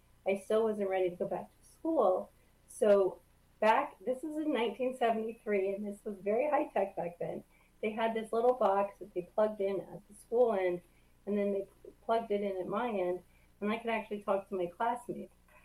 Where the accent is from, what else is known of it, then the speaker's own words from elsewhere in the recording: Rye, New York, United States; We grew up in Rye, New York